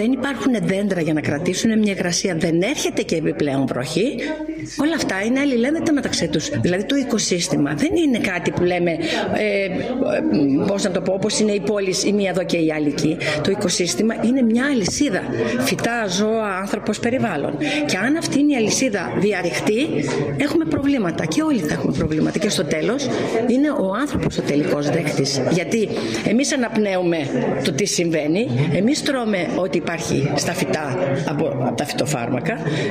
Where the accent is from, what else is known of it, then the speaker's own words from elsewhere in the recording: Thessaly, Greece; Από τη Θεσσαλία, γιατί εγώ προέρχομαι από τη Θεσσαλία και το βλέπω στο χωριό μου